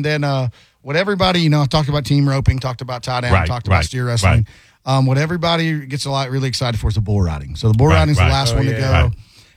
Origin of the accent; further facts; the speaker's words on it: Alabama, United States; also born or lived in Tampa; So I'm from Southeast Alabama, and I moved down to Tampa.